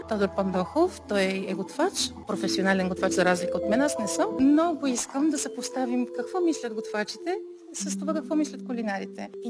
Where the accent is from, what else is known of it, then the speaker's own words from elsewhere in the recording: Sofia, Sofia City, Bulgaria; accent: Shop dialect; Аз съм шопкиня от София. Потеклото ми от 4 села, които имат съвсем различен диалект помежду си. Думи, които не съвпадат една с друга. Понякога не се разбира какво говорят едните, спрямо какво говорят другите. Но у дома се говори само на диалект. У дома книжовен език никога не е употребяван.